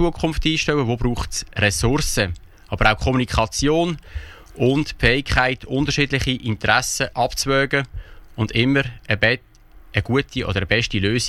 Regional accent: Lucerne, Switzerland; Ja, ich bin hier im Seetal aufgewachsen, bin stark vernetzt und verwurzelt.

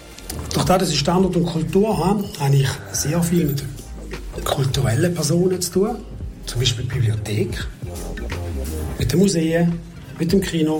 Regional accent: Heiden, Appenzell Ausserrhoden, Switzerland; moved away; Ich bin in Heiden aufgewachsen, bin dann ganz lange weg gewesen, über 20 Jahre, und bin dann wieder zurückgekommen.

